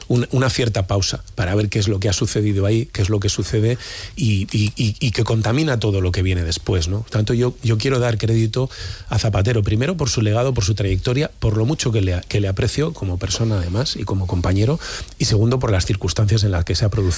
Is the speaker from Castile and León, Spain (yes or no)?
yes; Valladolid, Castile and León, Spain; Yo era feliz como alcalde de Valladolid